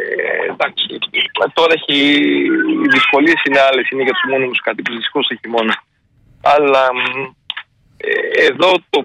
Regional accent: Kasos, South Aegean, Greece; now in Athens, Greece; Η περίοδος αυτή καλοκαιρινή έρχονται όλοι οι γάσοι, οι κασιώτες που είμαστε ή από την Αθήνα όπως είμαστε εμείς, είτε ή από την Αμερική που ζουν μόνιμα και μαζεύονται κάθε καλοκαίρι εδώ.

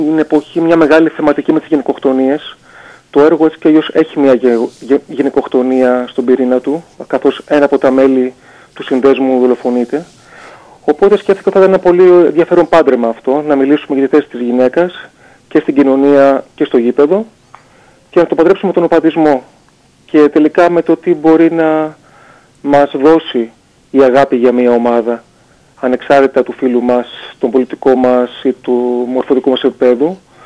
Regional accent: Heraklion, Crete, Greece; Εγώ μεγάλωσα στο Ηράκλειο, στο Μασταμπά.

